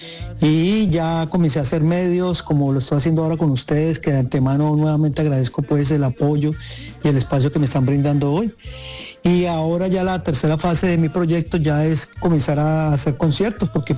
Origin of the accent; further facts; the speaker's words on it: Colombia; moved away; A mí en toda parte, siempre cuando saben que soy colombiano, me prefieren a mí.